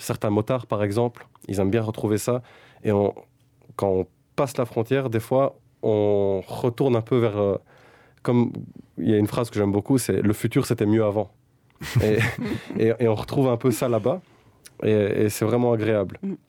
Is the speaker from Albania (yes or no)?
yes; Albania; Et là où je vois toujours les meilleurs spots, c'est chez moi en Albanie. Dès que j'arrive dans le nord, c'est incroyable.